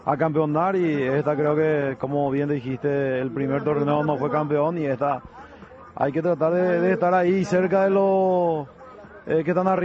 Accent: La Colmena, Paraguarí, Paraguay; Ahora mismo estoy dirigiendo la selección de mi ciudad. ¿La Colmena? Sí, la Colmena.

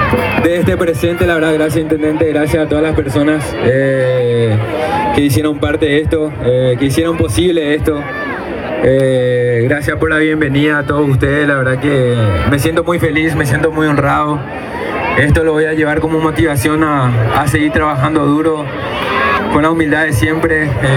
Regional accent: Caaguazú, Paraguay; moved away; de ser de Caaguazú es único, no todos somos de Caaguazú.

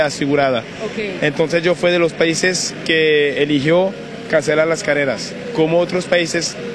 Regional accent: France; Yo soy francés.

